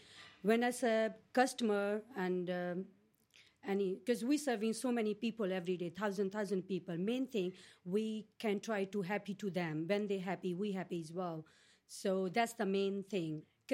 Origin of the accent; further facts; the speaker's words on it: India; English is a second language; moved away as an adult; I'm come from India. So when I apply the job here, I'm starting just normal worker.